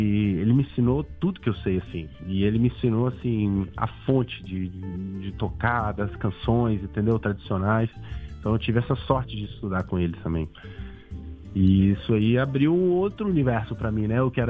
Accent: Brazil; eu também sou brasileiro

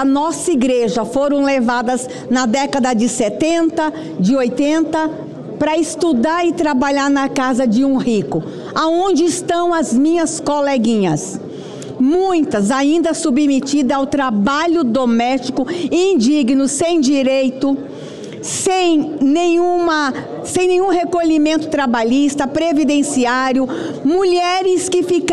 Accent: Northeast Region, Brazil; moved away; Tereza, eu tenho mais de 60 anos, não parece, mas tenho mais. Venho do Nordeste, de um momento de muita pobreza, lá atrás.

